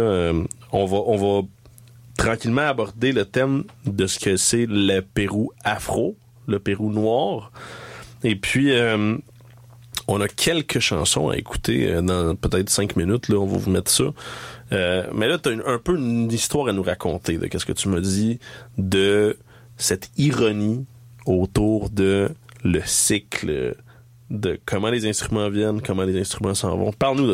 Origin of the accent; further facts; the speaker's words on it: Colombia; moved away; moi je viens de la Colombie